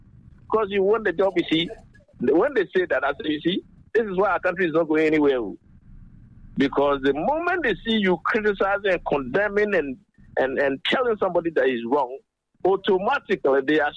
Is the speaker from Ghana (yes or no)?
yes; Ghana